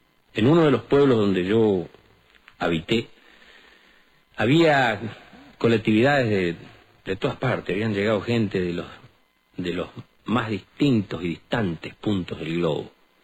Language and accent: Spanish; Chaco, Argentina; born there; El resto de los … nacimos por acá. Yo nací en el Chaco.